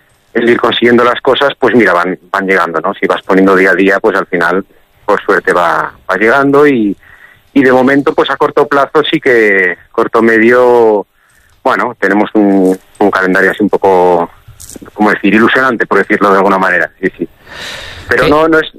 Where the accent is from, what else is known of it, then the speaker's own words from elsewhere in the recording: León, Castile and León, Spain; now in Barcelona, Spain; desarrollamos un poco nuestra vida y tarea profesional en Barcelona. Yo soy de León